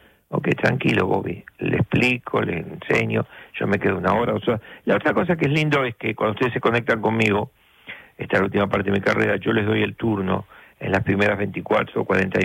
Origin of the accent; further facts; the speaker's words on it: La Plata, Buenos Aires Province, Argentina; born there; moved away; También los de la ciudad de La Plata, ¿por qué no? Donde yo nací, en Argentina.